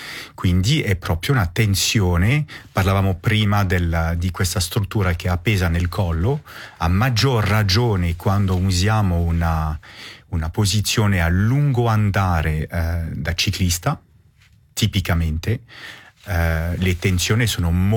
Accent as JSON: {"language": "Italian", "region": "Romandy", "country": "Switzerland", "first_language": "French", "second_language": "Italian", "said": "Essendo svizzero francese, francofono"}